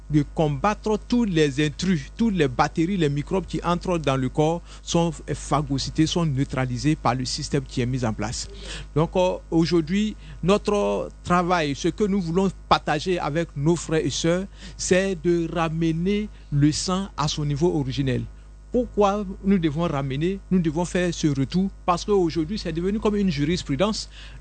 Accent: Côte d’Ivoire

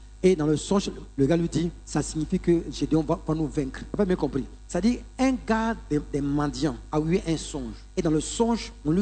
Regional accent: Yopougon, Abidjan, Côte d’Ivoire; Notamment chez moi, à Yopougon. On aime ça.

